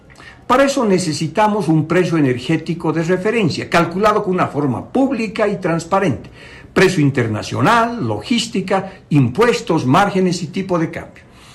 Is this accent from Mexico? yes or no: no; Bolivia